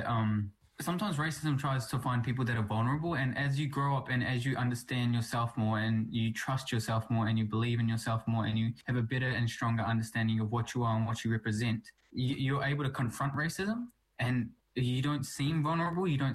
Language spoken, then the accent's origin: English; Hawke's Bay, New Zealand; parents came to New Zealand in 2000. My dad came first. And about 5-6 years later, my mum came. And in 2008, I was born here in Hawke's Bay. So I've always been here my whole life.